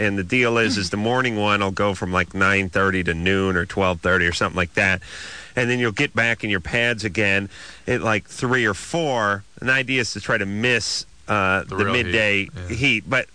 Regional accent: San Fernando Valley, California, United States; born there; I played high school football, and it was in the San Fernando Valley

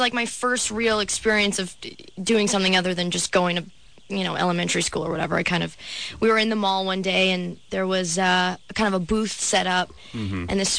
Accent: Canada; moved away as an adult; now in Los Angeles, United States; I'm from Canada

